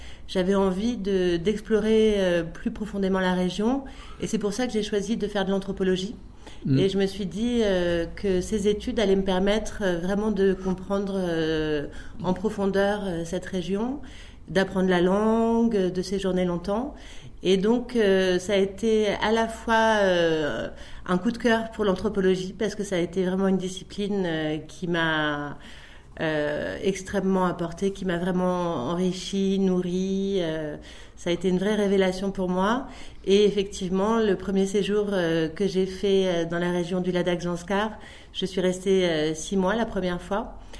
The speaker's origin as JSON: {"language": "French", "town": "Puy-Saint-Vincent", "region": "Provence-Alpes-Côte d'Azur", "country": "France", "tie": "born or raised there", "said": "je suis née donc à Puy-Saint-Vincent et j'ai grandi à Puy-Saint-Vincent, dans les Hautes-Alpes."}